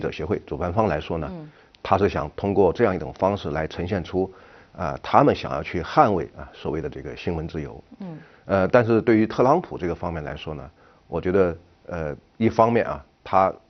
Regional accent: China; 就像我们中国人讲啊，宴无好宴啊

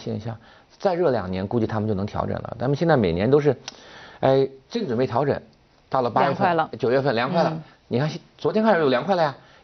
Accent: China; 我们中国人

